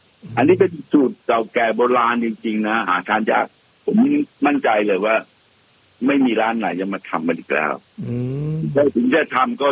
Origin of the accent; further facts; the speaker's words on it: Northern Thailand, Thailand; เราเป็นคนเหนือนะฮะ